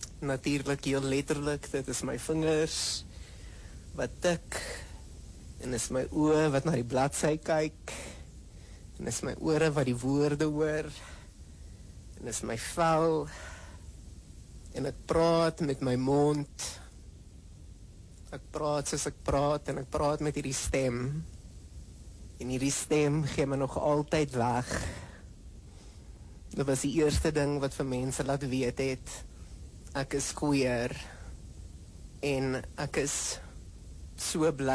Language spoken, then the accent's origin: Afrikaans; Mbombela, Mpumalanga, South Africa; Ek kom uit die Laagveld uit. Mbombela specifiek. Maar ek sê altyd Laagveld. Want ek het groot geword saam met die mense van Sabi en Easy View en Komati Poort